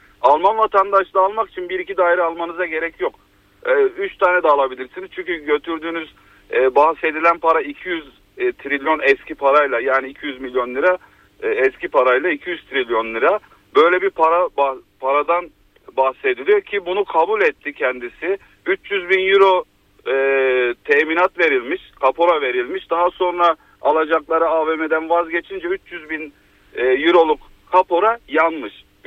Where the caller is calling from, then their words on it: Antalya, Turkey; Antalya'dan.